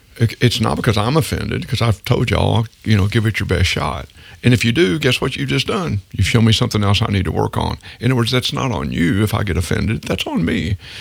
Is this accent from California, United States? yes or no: no; Texas, United States; I'm a Texan